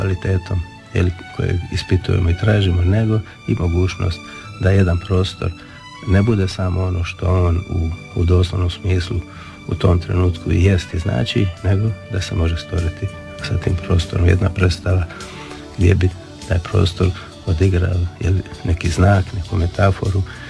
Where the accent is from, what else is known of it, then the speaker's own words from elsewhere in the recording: Dubrovnik, Dubrovnik-Neretva County, Croatia; I mislim da ono što ja kao rođeni Dubrovčanin imam, to ja imam i u svijesti i u posvijesti sliku cijelog grada.